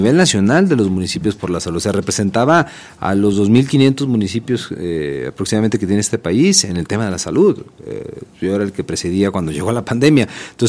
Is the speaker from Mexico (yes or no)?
yes; Zacatecas, Mexico